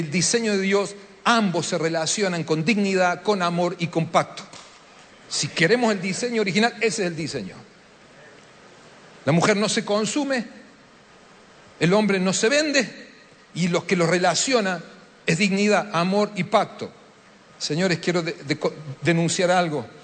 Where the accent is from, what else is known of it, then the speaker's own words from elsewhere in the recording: Argentina; Me tocó a mí decírtelo, perdón. Vengo de Argentina a decírtelo, no es lo mismo.